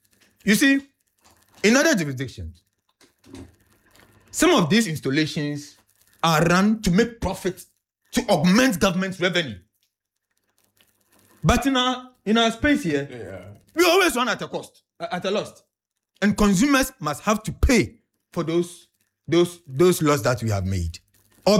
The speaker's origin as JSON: {"language": "English", "country": "Ghana", "said": "me being a Ghanaian"}